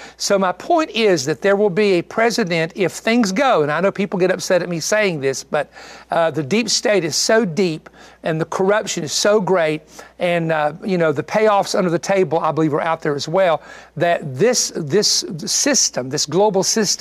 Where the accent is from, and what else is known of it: United States